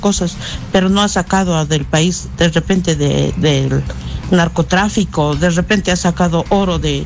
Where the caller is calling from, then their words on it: Cusco, Peru; de Asunción, de Cusco.